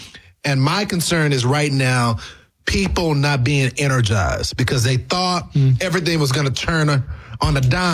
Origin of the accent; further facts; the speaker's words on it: Texas, United States; Really concerned about my home state of Texas